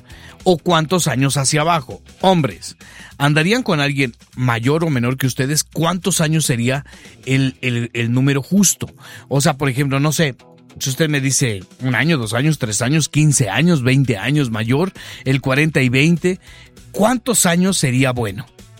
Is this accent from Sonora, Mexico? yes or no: no; Guadalajara, Jalisco, Mexico; somos de Guadalajara